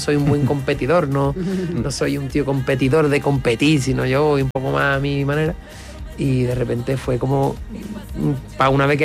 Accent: Cádiz, Andalusia, Spain; en mi forma y en mi esencia y en mi manera de contar y de cantar las cosas está muy presente mi tierra, ¿no? Está Cádiz, ¿no? Está el carnaval, está Andalucía, está la cultura de mi tierra

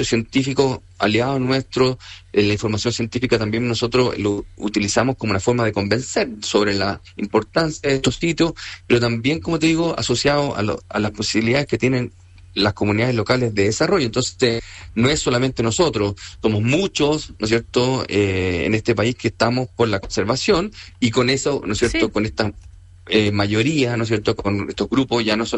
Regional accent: Chile; a nosotros como chilenos trabajando en Chile

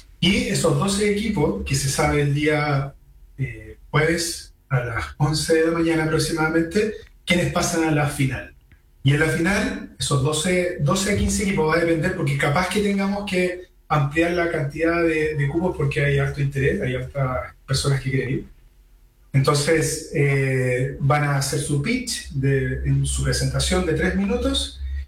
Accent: Chile; parte de mi rol como chileno

